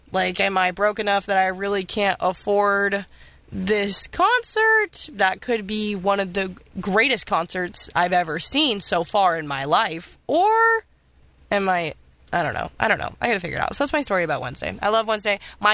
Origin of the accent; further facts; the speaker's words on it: Sacramento, California, United States; I'm from Sacramento, so San Francisco, not that far.